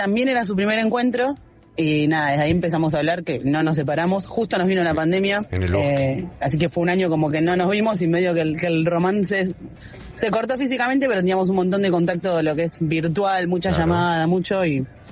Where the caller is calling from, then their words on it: Barracas, Buenos Aires Province, Argentina; de Barracas.